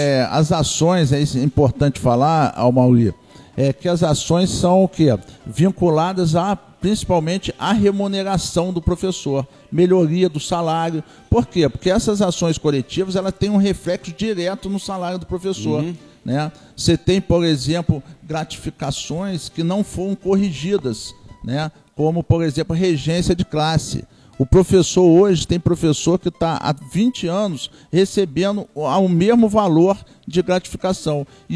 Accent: Niterói, Rio de Janeiro, Brazil; Eu sou de Niterói.

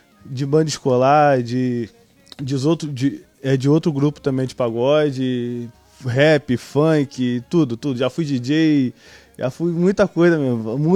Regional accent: São Pedro, Brazil; also born or lived in Rio de Janeiro; Sou natural de... Não, eu nasci no Rio, só que eu vim morar em São Pedro...

